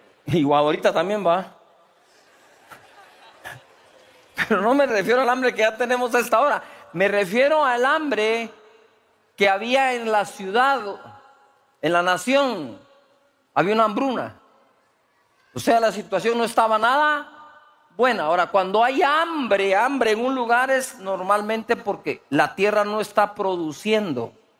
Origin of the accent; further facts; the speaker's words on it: Guatemala; si soy chapín también, o mismo que voy a dejar de ser chapín aquí.